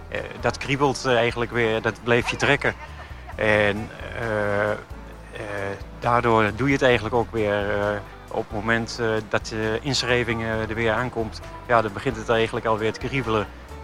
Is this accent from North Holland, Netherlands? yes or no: no; 's-Hertogenbosch, North Brabant, Netherlands; ik kom uit Den Bosch.